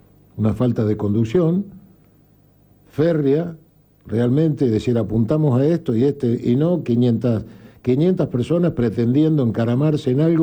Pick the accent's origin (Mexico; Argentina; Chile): Argentina